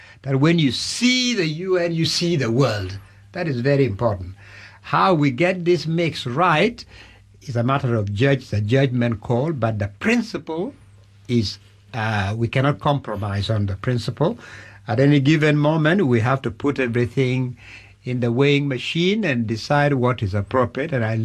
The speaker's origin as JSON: {"language": "English", "country": "Uganda"}